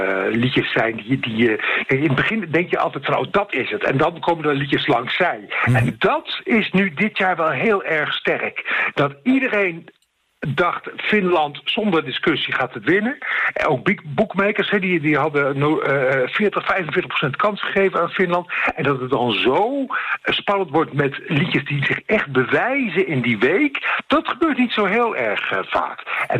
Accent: Netherlands; En wie nou mocht hopen dat ik als Nederlander of dat iemand uit Ierland of iemand uit Spanje positief of negatief wordt bejegend

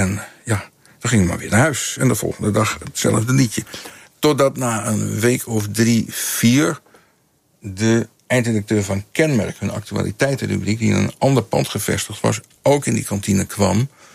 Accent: Netherlands; born there; Ja, want ik ben in Nederland geboren.

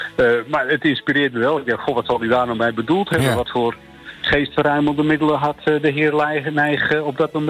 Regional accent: Amsterdam, North Holland, Netherlands; born there; moved away as an adult; now in Schagerbrug, Netherlands; Ik ben in Amsterdam geboren

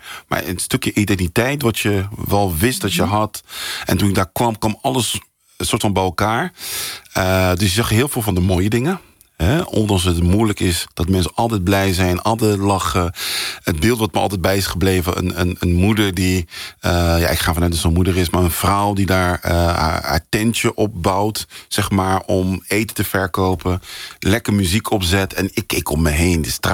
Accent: The Hague, South Holland, Netherlands; accent: Haags; Ik ben zelf in Den Haag geboren. Ik heb een klein Haags accent. Ik hoop dat je het niet te veel hoort. Sorry voor de luisteraars. Maar mijn ouders komen oorspronkelijk en mijn roots zitten in Congo. En ik ben inmiddels wat ouder, 38 jaar. Ik was nooit in Congo

